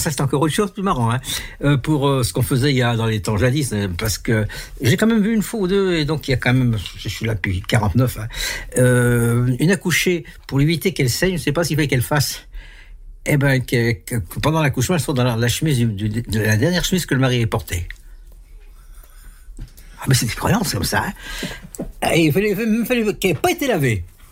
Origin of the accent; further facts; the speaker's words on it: Auvergne-Rhône-Alpes, France; born there; also born or lived in Bourg-de-Thizy, Haut-Beaujolais; Je suis né dans le Haut-Beaujolais, d'un petit bled qui s'appelle Bourg de Thésy, qui est pas très loin du, qui est entre Lyon et Roanne. J'en suis parti très petit, très jeune, et je suis mes parents qui étaient enseignants primaires. S'étaient installés dans la banlieue lyonnaise